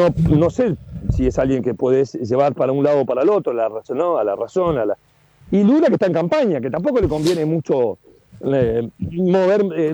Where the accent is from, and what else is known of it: Uruguay